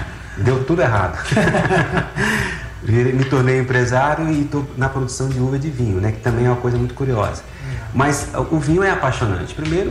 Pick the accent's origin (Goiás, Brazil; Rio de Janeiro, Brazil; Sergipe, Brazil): Goiás, Brazil; Catalão; born there; moved away as an adult; now in Brasília, Brazil; Eu nasci em Catalão, Goiás.